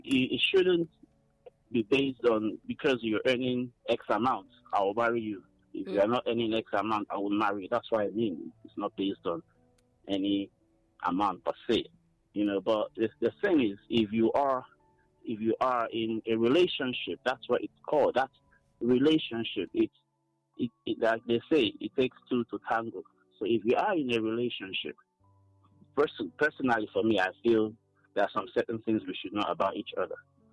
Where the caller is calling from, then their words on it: Enugu, Enugu State, Nigeria; I'm calling from New Haven Extension.